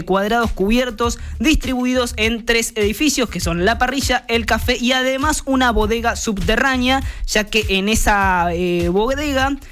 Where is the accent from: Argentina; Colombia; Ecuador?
Argentina